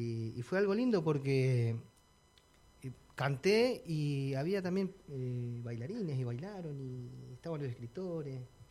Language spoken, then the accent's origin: Spanish; La Verde, Chaco, Argentina; moved away as an adult; also born or lived in Buenos Aires; now in Cipolletti, Argentina; yo nací en El Chaco, nací en La Verde, un pueblito que está a 50 kilómetros de Capital de Resistencia.